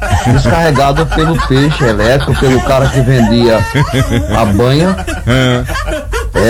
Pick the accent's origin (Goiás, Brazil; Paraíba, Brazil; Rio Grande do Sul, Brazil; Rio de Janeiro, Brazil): Paraíba, Brazil; Sumé; now in João Pessoa, Brazil; No meu tempo de criança, na cidade de Sumé, no interior da Paraíba.